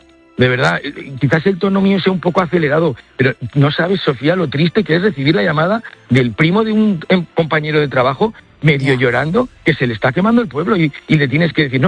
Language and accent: Spanish; Zaragoza, Aragon, Spain; al final nosotros somos de Aragón, de Zaragoza, hay mucha gente que nos contacta